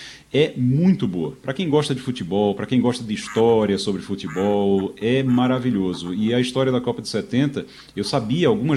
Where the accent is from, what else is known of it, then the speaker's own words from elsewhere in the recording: Caruaru, Pernambuco, Brazil; Os dois são muito bons, mas eu sou suspeito para falar. Eu sou de Caruaru.